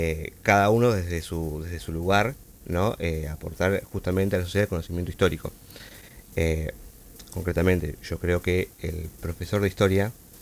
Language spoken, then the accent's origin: Spanish; Pinamar, Buenos Aires Province, Argentina; moved away as an adult; nacido y criado en Pinamar.